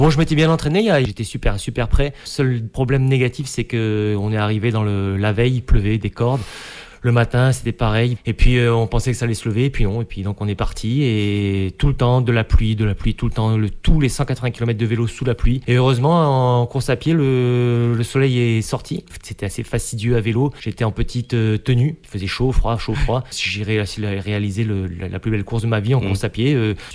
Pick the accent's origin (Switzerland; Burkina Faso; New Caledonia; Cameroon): New Caledonia; parce que je déteste la pluie en tant que calédonien.